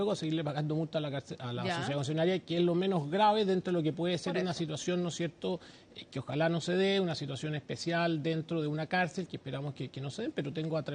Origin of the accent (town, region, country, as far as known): Chile